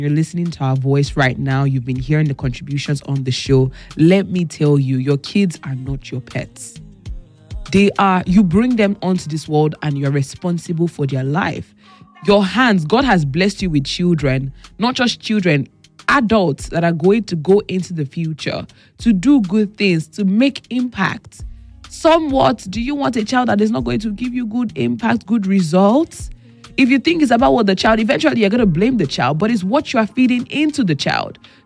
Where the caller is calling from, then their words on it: Ikorodu, Lagos, Nigeria; Good morning, Tife Adada. … from Ikorodu.